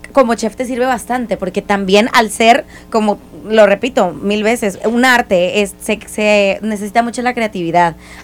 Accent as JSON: {"language": "Spanish", "country": "Mexico", "said": "No, y somos mexicanos, la salsa es nuestro mero mole, ¿no?"}